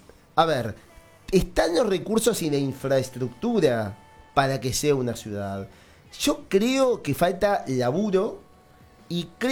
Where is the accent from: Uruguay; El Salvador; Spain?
Uruguay; Montevideo; now in Canelones, Uruguay; Yo soy de Montevideo